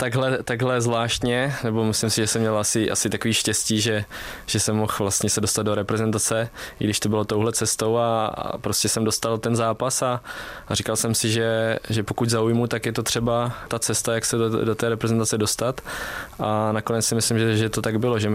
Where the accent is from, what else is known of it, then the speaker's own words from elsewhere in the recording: Vysočina Region, Czechia; jsme jeli tam po naší Vysočině, odkud pocházím